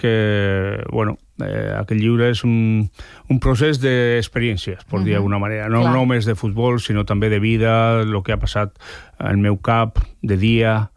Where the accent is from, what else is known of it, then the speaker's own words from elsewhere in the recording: San Sebastián, Basque Country, Spain; also born or lived in Navarre; jo sóc de Sant Sebastià i sóc navarro.